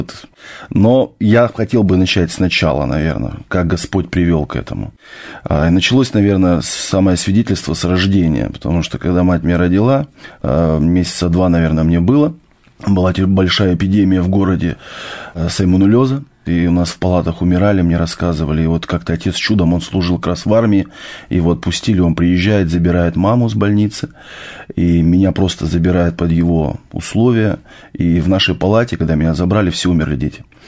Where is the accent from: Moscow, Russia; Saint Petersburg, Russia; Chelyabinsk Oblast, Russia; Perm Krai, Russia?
Chelyabinsk Oblast, Russia; Miass; born there; Мне 34 года. У меня вот семья, замечательная жена, трое детей. Я сам с Южного Урала, это город Миасс, Челябинская область. Уже как 12 лет я верующий человек